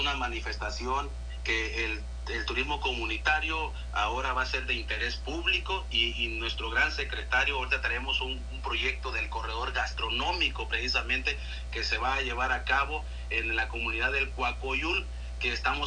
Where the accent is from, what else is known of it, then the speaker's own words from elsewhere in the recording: Zihuatanejo, Guerrero, Mexico; Soy de Ixtapas y Iguatanejo y la verdad, las tiritas no hay como Ixtapas y Iguatanejo para la preparación.